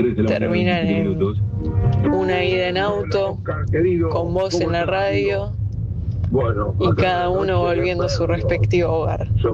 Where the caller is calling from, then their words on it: Tigre, Buenos Aires Province, Argentina; Bueno, hola, Oscar. Acá estamos desde Tigre escuchándote.